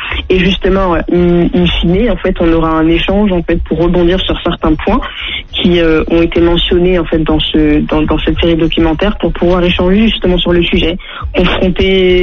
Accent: France; now in Martinique; Non, pas du tout. Je suis née, j'ai grandi en Hexagone.

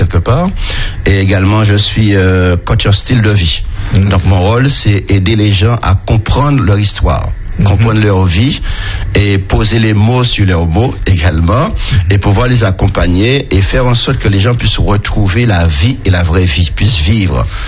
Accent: Sainte-Anne, Guadeloupe; born there; je suis né à Sainte-Anne et j'habite à Sainte-Anne jusqu'à maintenant.

